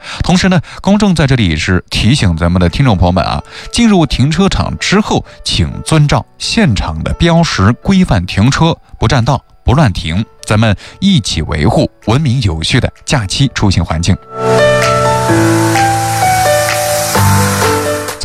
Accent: Xinjiang, China

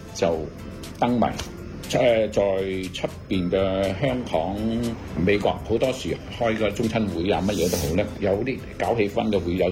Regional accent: China; 所以講宮燈同埋嗰啲中國結文化，就同我哋中國人嘅關聯度好高嘅。

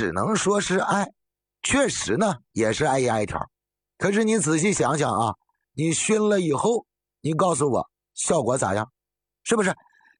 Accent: Northeast China, China; 东北啊不缺这个东西，山里就有。你看，我们小时候在老家啊，冬天卖糖葫芦。

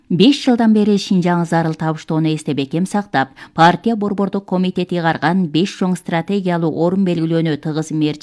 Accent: Xinjiang, China; Үрүмчү-Лопнур жогору ылдамдыктагы таш жолунда каттоо башталбай турганда мен бул жерде туулуп өскөн жергиликтүү малч элем.

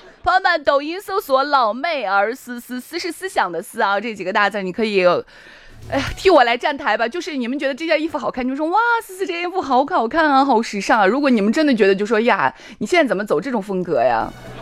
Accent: Shaanxi, China; accent: Shaanxi dialect

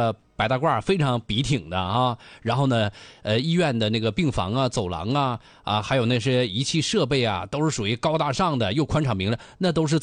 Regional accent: China; 我们是中国人，

